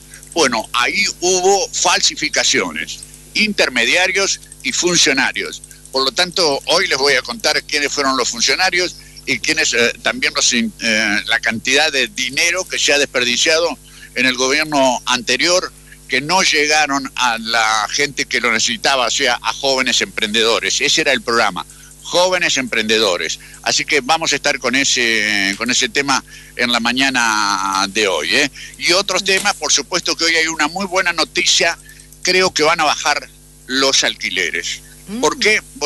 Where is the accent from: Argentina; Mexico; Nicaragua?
Argentina; De Perú, yo argentino.